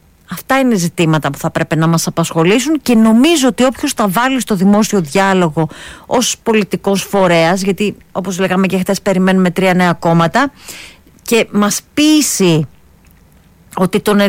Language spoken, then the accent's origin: Greek; Western Greece, Greece; επειδή κατά το ίμιση είμαι και από την Αχαΐα